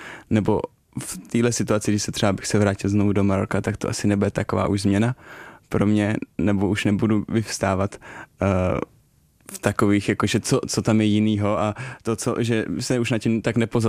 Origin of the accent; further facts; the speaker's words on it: Vysočina Region, Czechia; Ne, bylo to od nás Vysočiny, odkud pocházím.